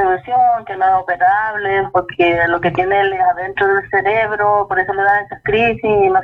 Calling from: Vallenar, Atacama, Chile; De Vallenaro.

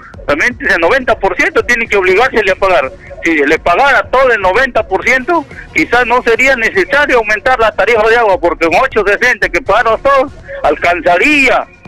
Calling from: Tambogrande, Piura, Peru

